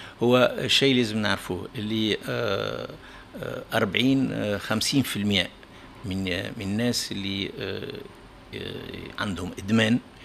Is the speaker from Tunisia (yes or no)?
yes; Tunisia; دوك في عندنا في تونس عيادات في مستشفى الرازي في مستشفى مونفلوري في الورديه